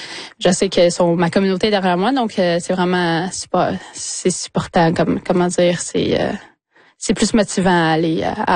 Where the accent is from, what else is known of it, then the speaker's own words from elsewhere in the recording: Quebec, Canada; born there; also born or lived in Trois-Rivières, Quebec; now in Montreal, Canada; J'ai grandi un peu... en ville et un peu à Wimontashi, justement. J'ai grandi à Trois-Rivières